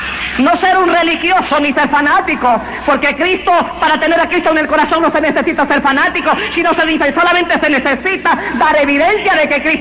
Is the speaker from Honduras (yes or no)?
yes; Honduras; also born or lived in Venezuela / Guatemala; now in Costa Rica; nacido en Venezuela el 9 de noviembre de 1955. Tengo 29 años de edad. Me crié en Honduras, me gradué de médico en la Universidad de Guatemala